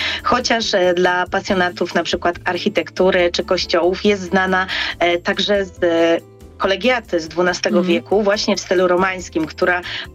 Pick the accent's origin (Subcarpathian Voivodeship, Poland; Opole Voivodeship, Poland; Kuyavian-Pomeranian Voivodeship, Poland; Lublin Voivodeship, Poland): Kuyavian-Pomeranian Voivodeship, Poland; Kruszwica; jestem z Kruszwicy